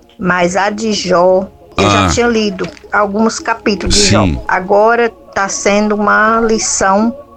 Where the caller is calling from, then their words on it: Crateús, Ceará, Brazil; estou aqui de Crateús, falo de Jatobá dos Umbelinhos, zona rural.